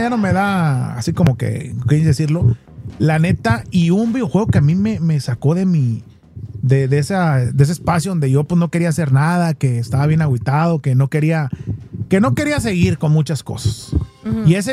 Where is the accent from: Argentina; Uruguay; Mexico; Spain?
Mexico; Guasave, Sinaloa; ahí donde soy yo, allá de Guasave, Sinaloa